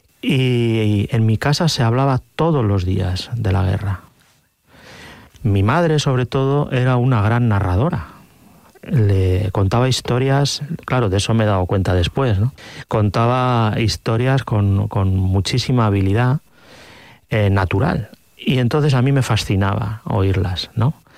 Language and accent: Spanish; Castilla-La Mancha, Spain; moved away as an adult; also born or lived in Madrid; A mí me habría tocado seguramente estudiar en Ciudad Real.